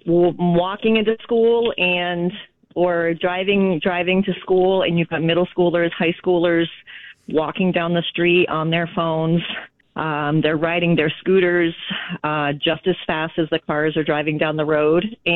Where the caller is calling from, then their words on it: Webster, United States; I'm calling from Webster